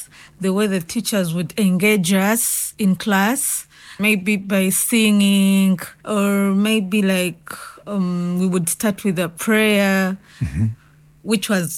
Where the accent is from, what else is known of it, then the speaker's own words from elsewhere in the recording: Uganda; English is a second language; I am 29 years old. I come from Uganda.